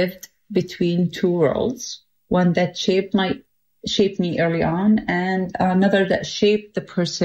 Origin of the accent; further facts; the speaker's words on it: Jordan; moved away as an adult; now in United States; I am an Arab Christian originally from Jordan. I moved to the United States when I was 19.